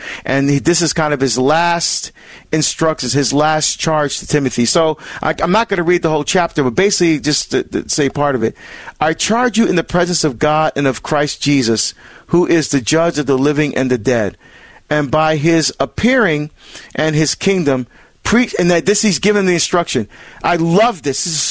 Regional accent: New Jersey, United States; Annie is calling from the great state, my home state of New Jersey

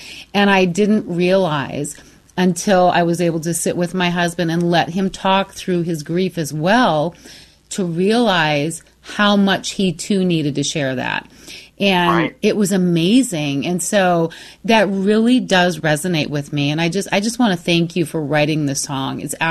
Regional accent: Michigan, United States; but I've been in Arizona for many, many years, but Michigan is still my home state. It's just a beautiful, beautiful place.

